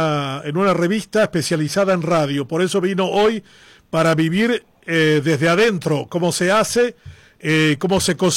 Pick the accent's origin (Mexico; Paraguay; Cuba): Paraguay